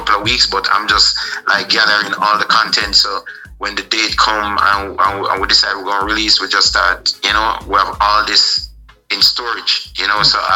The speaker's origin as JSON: {"language": "English", "country": "Jamaica", "said": "I'm from Jamaica"}